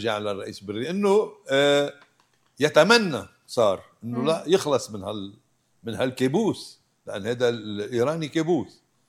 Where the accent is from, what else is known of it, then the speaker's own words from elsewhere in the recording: Lebanon; بس إنما نحن كلبنانيين